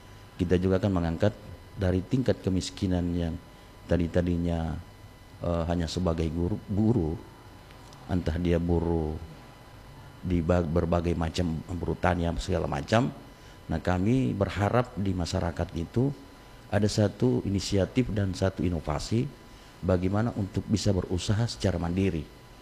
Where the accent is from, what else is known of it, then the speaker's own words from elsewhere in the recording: Gorontalo, Indonesia; desa kami itu termasuk desa yang agak pelosok di Kabupaten Gorontalo, bukan juga tertinggal, tapi merupakan salah satu desa yang suasananya masih alami, suasananya masih original